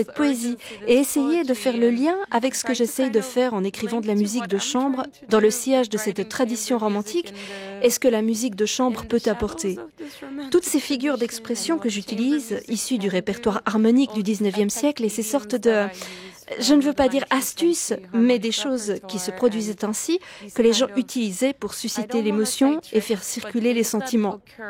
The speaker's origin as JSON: {"language": "French", "country": "Turkey", "accent": "Turkish", "first_language": "Turkish", "second_language": "French", "said": "fait chaque petite trace d'accent turc que j'ai. Et on entend ces expressions idiomatiques propres à ma langue maternelle que j'utilise à peine. Je ne parle plus beaucoup turc dans ma vie"}